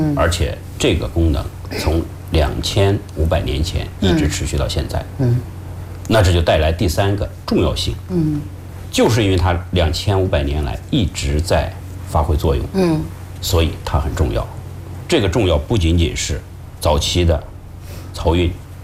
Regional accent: Jiangsu, China; 我是江苏人。我的日常生活里从小到处都是水。

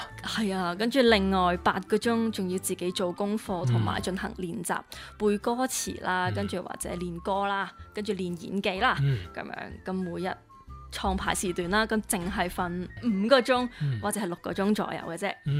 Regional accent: Macau; 我同麦思玉一样都是土生土长的澳门人跟住

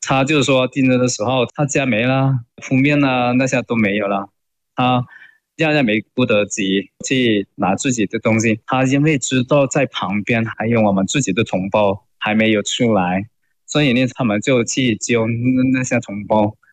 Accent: China; now in Caracas, Venezuela

